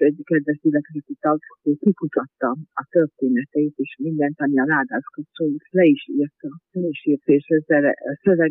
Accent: Hungary; gyerekkoromban ugye Tiszán innen vagyok, és ott a parókián ott volt az édesapám szobájában az egyházláda

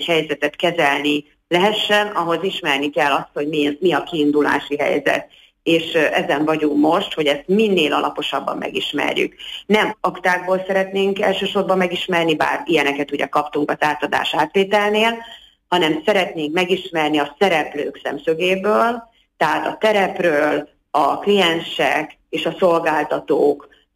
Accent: Miskolc, Borsod-Abaúj-Zemplén, Hungary

